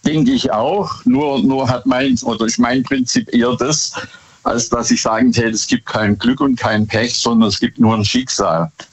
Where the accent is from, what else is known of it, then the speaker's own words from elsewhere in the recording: Bad Boll, Baden-Württemberg, Germany; ich komme aus Bad Boll.